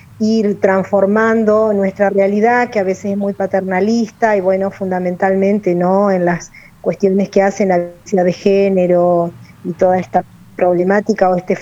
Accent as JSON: {"language": "Spanish", "town": "San José de Feliciano", "region": "Entre Ríos", "country": "Argentina", "said": "soy de San José de Feliciano, que es una localidad en la que sin dudas hay enormes problemáticas, como en todas las ciudades"}